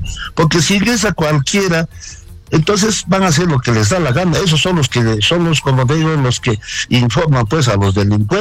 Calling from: Cusco, Peru; somos profesionales cusqueños

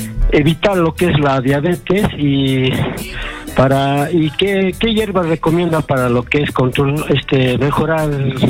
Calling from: Juliaca, Puno, Peru; de San Juliaca.

